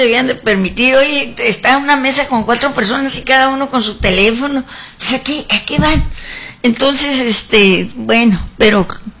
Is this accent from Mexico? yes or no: yes; Mexico; todo lo que nos habían hecho pues a los mexicanos, ¿no? A México, lo que nos habían quitado